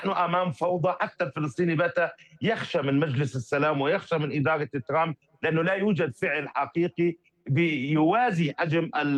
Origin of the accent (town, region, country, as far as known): Palestine